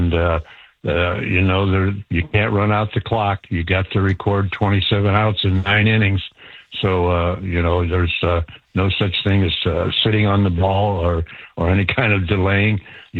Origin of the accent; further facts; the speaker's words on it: Akron, Ohio, United States; I grew up in Akron, and I was 8 years old in 1948